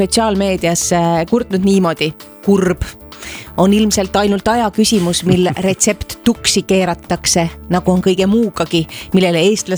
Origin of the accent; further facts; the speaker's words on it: Latvia; Estonian is a second language; Ma olen lätlane. Ma olen lätlane